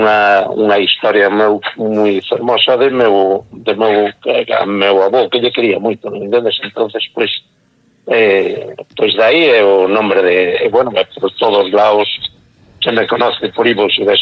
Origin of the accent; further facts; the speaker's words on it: Alto de Cuxeiros, Galicia, Spain; now in San Andrés de Comesaña, Spain; No, bueno, eu son do Alto de Cuxeiros. E por circunstancias do amor, pois agora estou en San Andrés de Comesaña, aquí ao lado da igrexa.